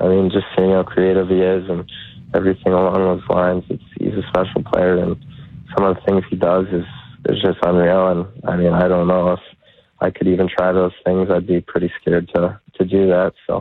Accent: Canada; growing up and being a Canadian kid

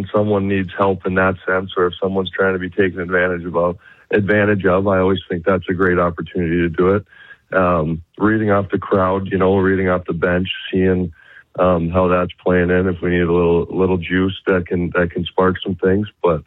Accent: Stratford, Ontario, Canada; also born or lived in Wainwright; Yeah, I was born in Wainwright, and then when I was about 8 years old, moved out to Stratford, Ontario, and did most of my formative years were out there, but we still got a handful of ties in Wainwright.

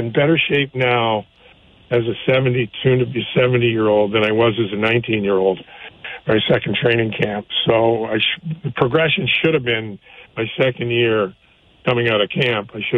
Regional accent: Lindsay, Ontario, Canada; moved away as an adult; now in New York, United States; I grew up in Lindsay, family in Kitchener, which is certainly Kitchener to Lindsay Lindsay to Kitchener is a big leap in community. And then you leap from there to Manhattan, and 50 years later, I'm still there.

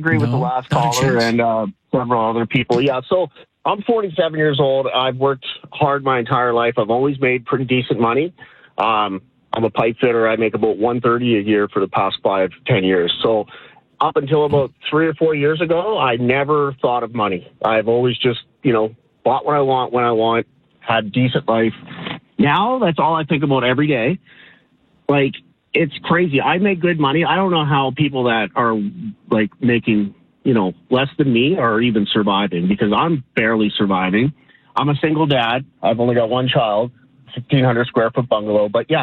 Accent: Nova Scotia, Canada; now in Alberta, Canada; I love Alberta. I've been here for 20 years. I'm from Nova Scotia. I love this province.

